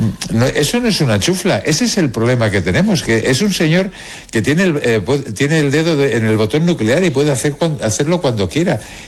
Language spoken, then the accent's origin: Spanish; Galicia, Spain; No, como buen gallego, Rafa, tú sabes ese dicho, ¿no?